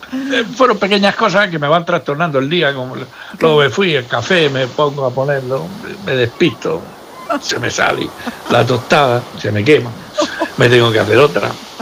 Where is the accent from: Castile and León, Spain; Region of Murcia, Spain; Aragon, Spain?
Region of Murcia, Spain; ¿Cómo somos los murcianos valientes saliendo ahí a la lluvia?